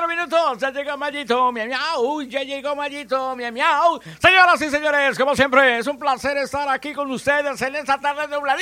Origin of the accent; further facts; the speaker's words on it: Ciudad Obregón, Sonora, Mexico; Me han ofrecido trabajos en Nueva York, en Italia, en San Diego, en todas partes, pero yo siempre dije, no me voy a ir de mi terruño, de mi ciudad Obregón, Sonora, México